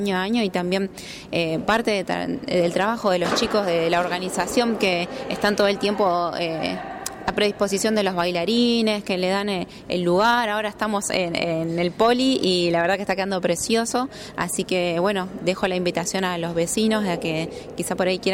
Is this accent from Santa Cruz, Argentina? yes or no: yes; Pico Truncado, Santa Cruz, Argentina; Soy hija de la Patagonia también, soy de Pico Truncado, Santa Cruz.